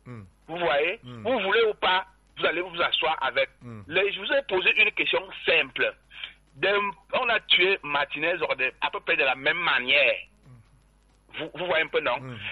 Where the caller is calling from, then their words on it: Cameroon; Mais moi-même je suis au Cameroun, hein.